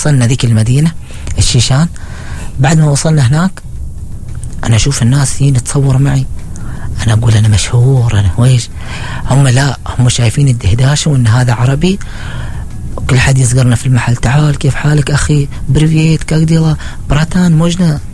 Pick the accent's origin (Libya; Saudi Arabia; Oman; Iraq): Oman; يعني الهوية العمانية كانية نقلتها هناك.